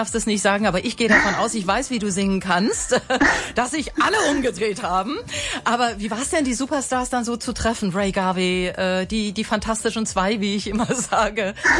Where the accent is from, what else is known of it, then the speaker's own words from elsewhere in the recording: Brandenburg, Germany; Und als Brandenburger sind wir da doch alle mit dabei, oder?